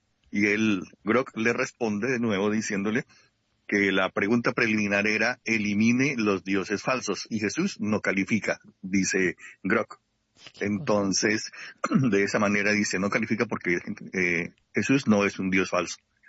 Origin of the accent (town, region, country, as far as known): Bogotá, Colombia; now in Miami, United States